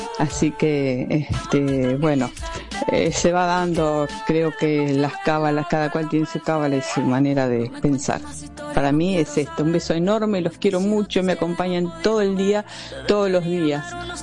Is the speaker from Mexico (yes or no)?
no; Carlos Beguerie, Buenos Aires Province, Argentina; de Carlos Reguería, partido de Roque Pérez.